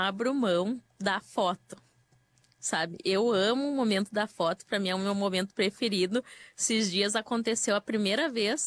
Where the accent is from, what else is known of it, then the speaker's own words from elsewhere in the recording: Vacaria, Rio Grande do Sul, Brazil; moved away as an adult; Eu saí de Vacaria quando eu tinha 18 anos, porque meu sonho era trabalhar numa empresa grande.